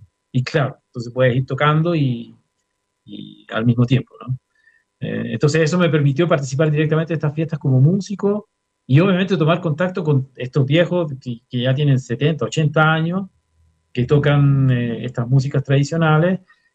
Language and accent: Spanish; Chuquicamata, Antofagasta, Chile; para mí era importante no solamente el hecho de volver a mi tierra, yo nací en Chuquicamata, a hacer música con mi gente, con mi pueblo